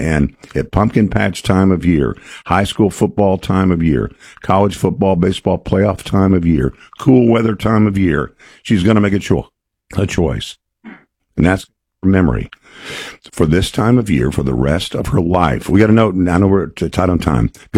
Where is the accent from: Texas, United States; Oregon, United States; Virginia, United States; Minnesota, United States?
Texas, United States; Texas, very, very conservative on this issue, my home state